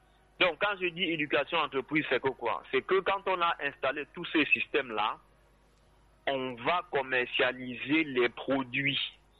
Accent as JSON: {"language": "French", "country": "Cameroon", "said": "notre véritable moi en tant que Camerounais"}